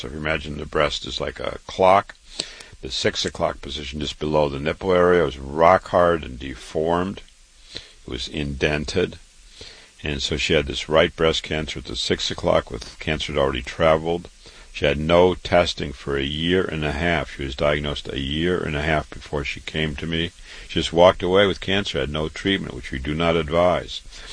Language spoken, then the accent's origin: English; Waterloo, Iowa, United States; born or raised there